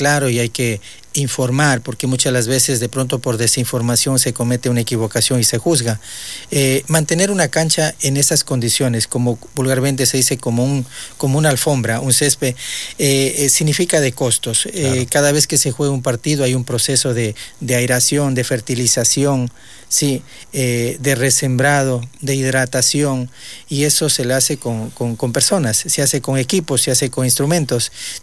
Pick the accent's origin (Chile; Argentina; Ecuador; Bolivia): Ecuador; Lago Agrio, Sucumbíos; somos de aquí del Aguario, somos de Sucumbíos